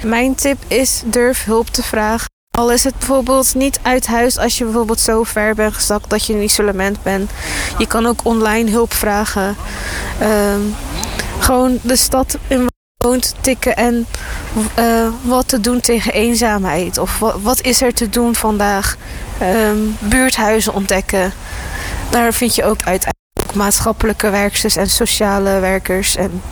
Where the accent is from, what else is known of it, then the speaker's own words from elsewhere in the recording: Dordrecht, South Holland, Netherlands; Ik kom uit Dordrecht.